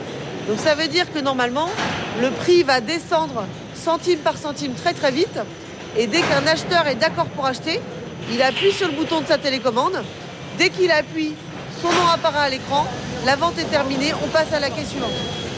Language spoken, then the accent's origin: French; Lorient, Brittany, France; Chez nous à Lorient, c'est beaucoup des références aux enfants.